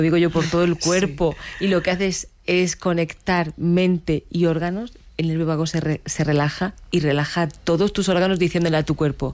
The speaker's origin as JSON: {"language": "Spanish", "town": "Águilas", "region": "Region of Murcia", "country": "Spain", "tie": "born there", "said": "Bueno, yo soy nacida en Águilas y tenemos a Edu."}